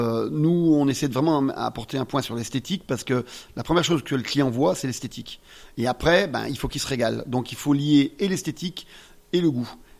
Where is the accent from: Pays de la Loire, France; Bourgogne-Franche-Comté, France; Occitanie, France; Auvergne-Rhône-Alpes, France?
Auvergne-Rhône-Alpes, France; Saint-Étienne; moi je suis stéphanois.